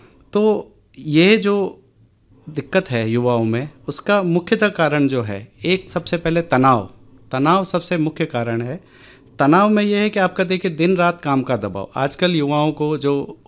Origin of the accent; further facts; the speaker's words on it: Udaipur, Rajasthan, India; मेरा मूलतः उदयपुर का ही रहने वाला हूँ मैं। मेरी पढ़ाई भी उदयपुर से हुई है।